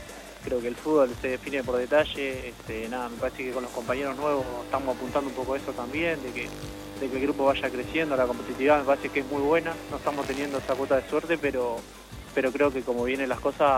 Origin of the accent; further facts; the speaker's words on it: Lanús, Buenos Aires Province, Argentina; now in Uruguay; Yo vengo, soy de Lanús. Los primeros 6 meses estuve en Atlético Tucumán. Después estuve otra vez en Lanús